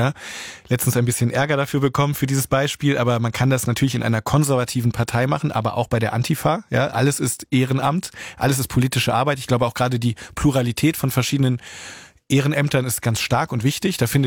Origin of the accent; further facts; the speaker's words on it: Hamburg, Germany; Und in meiner Heimatstadt in Hamburg.